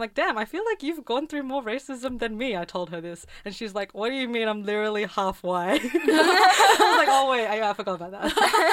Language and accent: English; Australia; I grew up in Australia